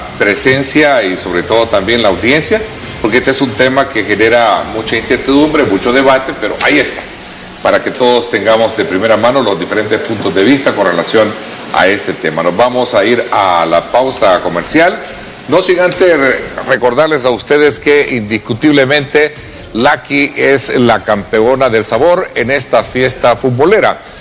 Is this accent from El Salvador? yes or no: yes; El Salvador; nosotros como país, como salvadoreños, la hemos vivido en carne propia.